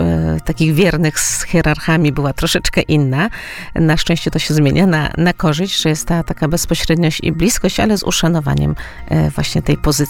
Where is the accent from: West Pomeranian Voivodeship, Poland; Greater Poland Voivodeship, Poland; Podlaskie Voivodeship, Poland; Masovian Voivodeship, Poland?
Masovian Voivodeship, Poland; Warsaw; ja miałam tą łaskę, że się wychowałam w Choszczówce, właśnie w miejscu, gdzie ksiądz prymas przyjeżdżał przez ostatnie 12 lat życia na odpoczynek.